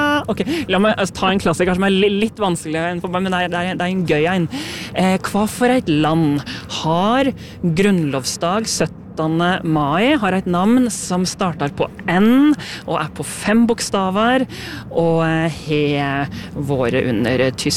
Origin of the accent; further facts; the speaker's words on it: Kviteseid, Vestfold and Telemark, Norway; det fulle navnet på den, for jeg er fra Kvitsøy i Vest-Telemark.